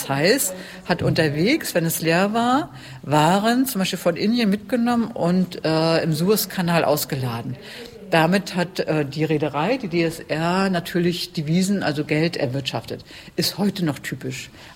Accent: Barth, Mecklenburg-Vorpommern, Germany; now in Rostock, Germany; ich stamme gar nicht aus Rostock, aus Barth.

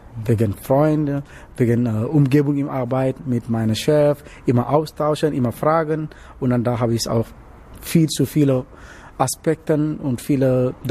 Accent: Dakar, Senegal; German is a second language; now in Germany; Ja, ich komme genau da im Hauptstadt, also in einer Teile in der Stadtviertel.

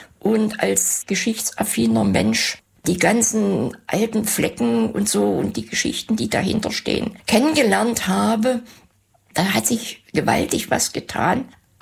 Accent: Halle, Saxony-Anhalt, Germany; Da ich einen Großteil meiner Kindheit im Umfeld von Halle verbracht habe, also in den Dörfern rund um Halle, erweiterter Speckgürtel

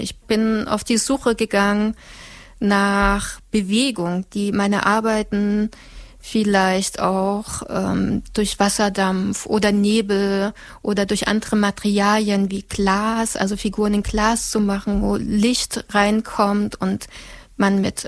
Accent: Saxony, Germany; now in Halle, Germany; Ich lebe und arbeite in Halle. Ursprünglich komme ich aber aus der Oberlausitz, aus Sachsen. In der Nähe von Bautzen liegt das und ich bin 41 Jahre alt.

